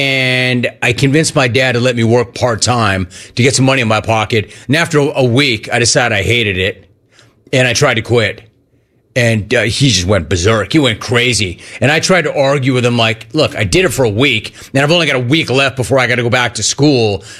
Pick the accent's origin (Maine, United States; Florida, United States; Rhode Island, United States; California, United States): Maine, United States; First, I'm from Maine.